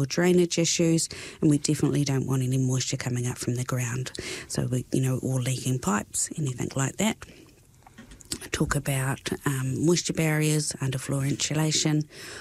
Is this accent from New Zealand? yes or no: yes; Waitahuna, Otago, New Zealand; moved away as an adult; also born or lived in Wellington; now in Dunedin, New Zealand; I grew up down this way. I grew up in Waitahuna, small country town. But yeah, before this I worked in, went to university in Wellington.